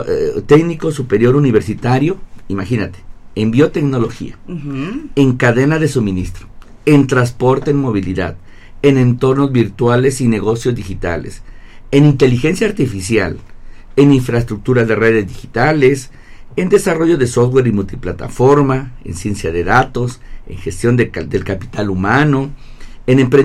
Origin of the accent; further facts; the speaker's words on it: Soltepec, Puebla, Mexico; yo vengo del municipio de Soltepec, allá no había secundaria y tuve que emigrar a la ciudad de Puebla para estudiar